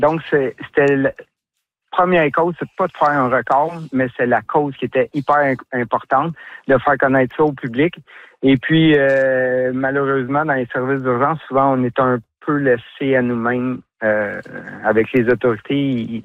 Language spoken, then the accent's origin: French; Oka, Quebec, Canada; moi, je suis un natif d'Oka, j'ai grandi ici.